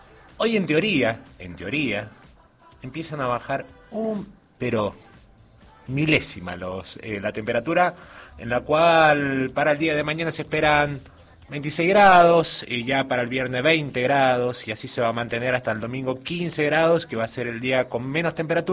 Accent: La Rioja, Argentina; porque somos riojanos y lo disfrutamos

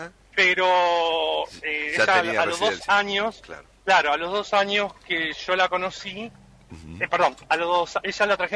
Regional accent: Paraná, Entre Ríos, Argentina; me crié en Paraná

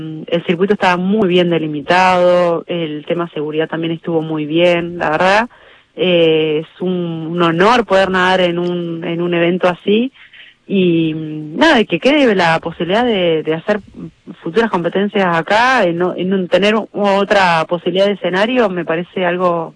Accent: Santa Fe, Argentina; uno como santafesino

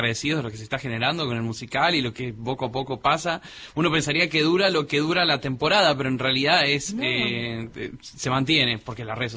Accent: Buenos Aires, Argentina; Mira, yo soy de Flores.

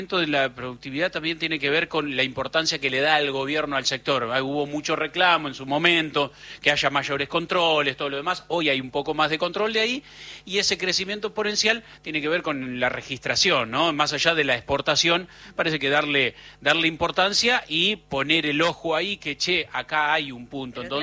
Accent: Argentina; no somos bravos los argentinos

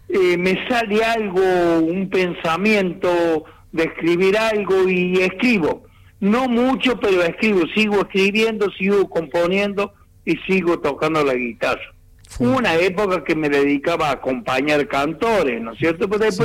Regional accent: Villa del Rosario, Córdoba, Argentina; born there; Yo nací en Villa Rosario, pero mis padres vivían acá porque antes la única maternidad que había en el departamento era Villa de Rosario, así que por esa circunstancia nací en Villa de Rosario.

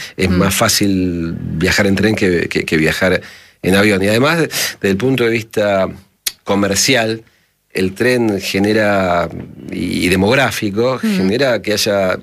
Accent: Buenos Aires, Argentina; soy de Buenos Aires

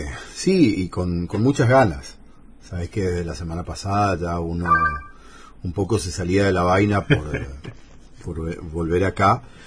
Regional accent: Corrientes, Argentina; born there; No nacimos accidentalmente en Corrientes, sino que tuvimos la suerte de haber nacido en Corrientes.

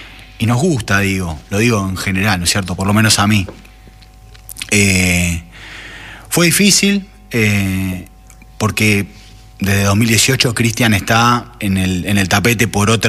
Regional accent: Buenos Aires, Argentina; Yo viví toda mi vida en el barrio del Abasto

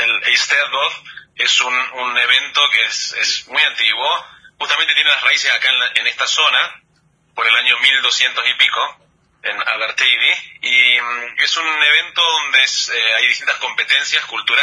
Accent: Trevelin, Chubut, Argentina; para mí es raro cuando uno dice soy de Trevelin, se quedan pensando de Trevelin, ¿de dónde? Trevelin, Patagonia

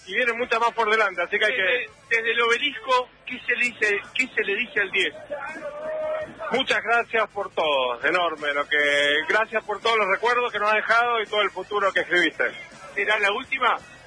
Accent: Mexico; now in -; Somos de México.

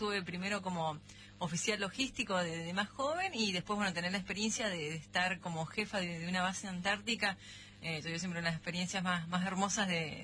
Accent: San Rafael, Mendoza, Argentina; moved away as an adult; also born or lived in Buenos Aires / Neuquén; Yo hace muy poquito que, si bien soy oriunda de San Rafael, hace poquito que volví a mi ciudad, hace unos meses.

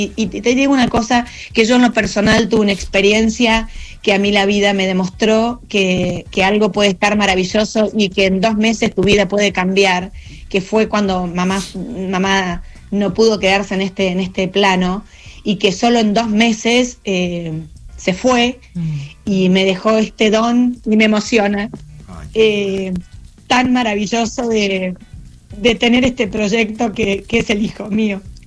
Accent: El Triunfo, Buenos Aires Province, Argentina; moved away; also born or lived in Madrid; En mi pueblo se llama El Triunfo.

